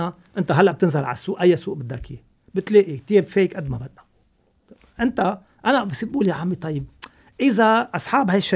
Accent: Lebanon; also born or lived in France

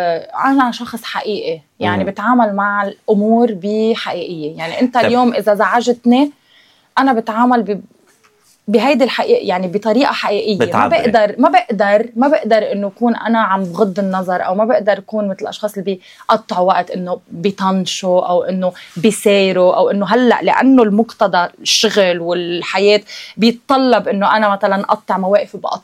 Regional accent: Baskinta, Mount Lebanon, Lebanon; accent: Baskintawi; moved away as an adult; أهل بس كنتا بحبوا الضيعة. أنا بحب ضيعتي لأسباب عديدة، أقولش ضيعتي مطرح ما أنا خلقت، خصوصا أنا ربيت فوق. يعني أنا نزلت رالف على بيروت بس بالجامعة، يعني أنا تعلمت فوق بمدارسة

